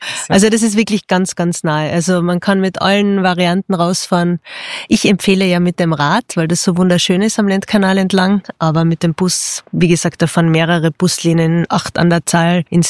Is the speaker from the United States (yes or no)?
no; Klagenfurt, Carinthia, Austria; ich bin ja sozusagen gebürtige Klagenfurterin, die da ein Seekind ist, hier aufgewachsen ist